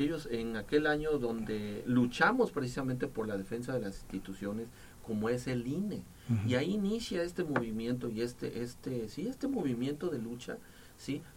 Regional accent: Xico, Veracruz, Mexico; Yo soy del municipio de Jico, de la zona centro de Veracruz, un municipio muy bonito, pueblo mágico, por cierto.

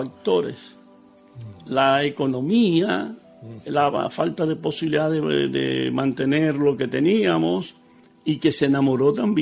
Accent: Cuba; now in Barcelona, Spain; Y precisamente cuando yo salí de Cuba, ella se quedó allá

